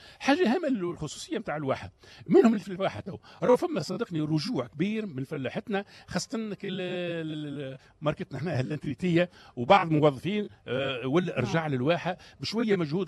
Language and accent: Arabic; Tunisia; وإحنا عندنا في تونس